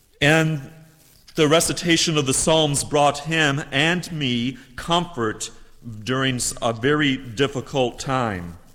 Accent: Natural Bridge, New York, United States; Ottawa is only about a two-hour drive north of my hometown in northern New York called Natural Bridge.

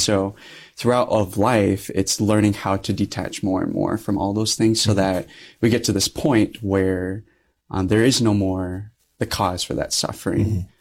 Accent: Lincoln, Nebraska, United States; born there; I was the only one born in Lincoln.

